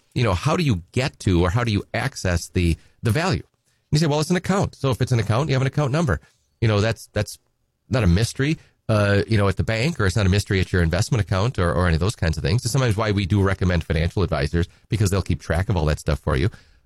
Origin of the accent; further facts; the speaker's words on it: Edgar, Wisconsin, United States; I'm from Edgar originally, and, you know, good hometown Wisconsin Badger. My undergrad is from Madison, but I'm from Edgar.